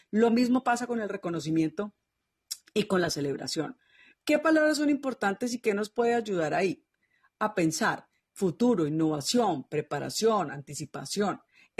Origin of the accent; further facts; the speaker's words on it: Colombia; yo por lo menos como colombiana